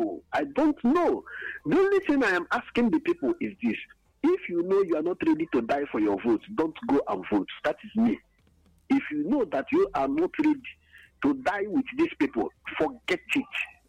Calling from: Enugu, Enugu State, Nigeria; I'm calling from Enugu.

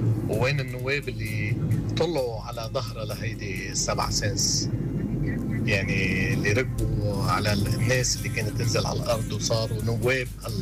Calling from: Tripoli, North Governorate, Lebanon

